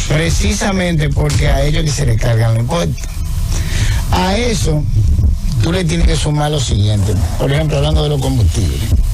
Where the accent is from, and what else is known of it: Dominican Republic